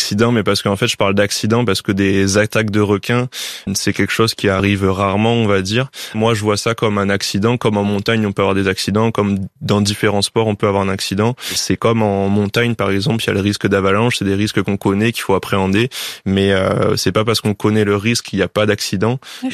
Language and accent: French; Réunion; moved away as an adult; c'est pour ça que je suis parti du côté de Bayonne pour faire mes études et pouvoir continuer à surfer comme beaucoup de Réunionnais ont fait.